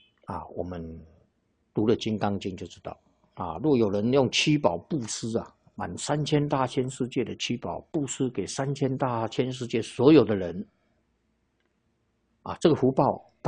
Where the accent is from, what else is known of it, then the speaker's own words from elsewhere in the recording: China; 那我们中国人呐、啊。昼夜分为12个时辰